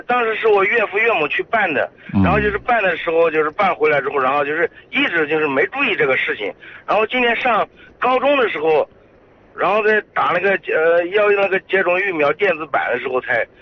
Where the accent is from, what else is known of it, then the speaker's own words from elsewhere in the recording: Hubei, China; moved away; 我跟我老家那边湖北那边打电话